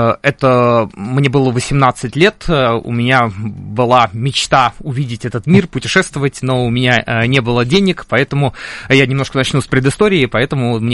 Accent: Russia; Беларусь, поскольку я из России.

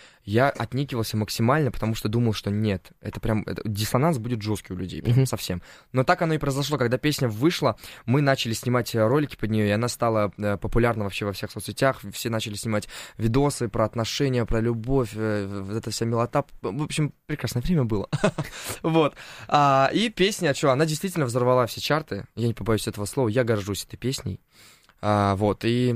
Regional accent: Uzbekistan; also born or lived in Turkmenistan; Я вообще родился в Туркменистане, а вырос в Узбекистане. Но родина для меня Узбекистан, потому что я именно все мое осознанное детство прошло там.

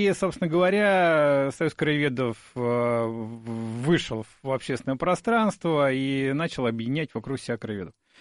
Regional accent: Moscow, Russia; для меня как коренного москвича, когда люди начинают говорить, я коренной, все.

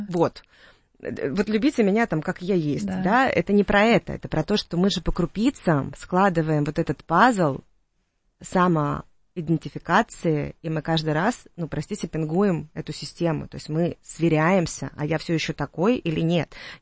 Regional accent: Saint Petersburg, Russia; Да, скажу, что я из Питера.

